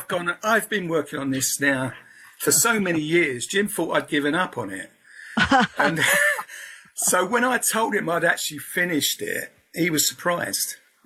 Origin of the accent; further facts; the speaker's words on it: Peckham, London, United Kingdom; also born or lived in North Devon; But so I was brought up in Southeast London, Peckham.